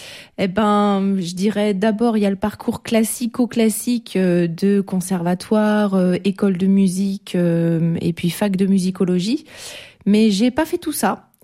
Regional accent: Angers, Pays de la Loire, France; moi je viens d'Angers

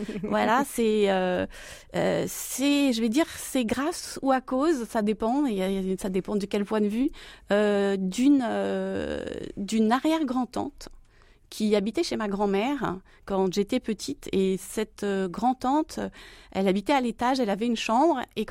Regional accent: Mayenne, Pays de la Loire, France; je suis originaire de la Mayenne

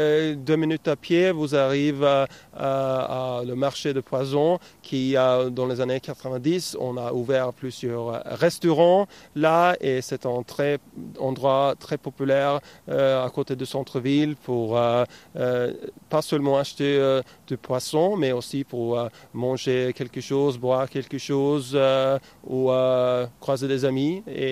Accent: Norway; qui a produit environ 50% de toute la glace qu'on mange chez nous en Norvège de nos jours.

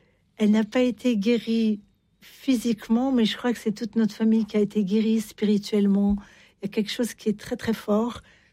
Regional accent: France; Enfin, je suis française aussi, mais...

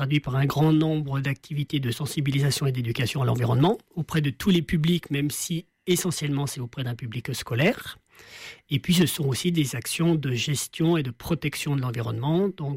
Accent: Auvergne-Rhône-Alpes, France; notamment chez nous en Isère, dans les secteurs de montagne.

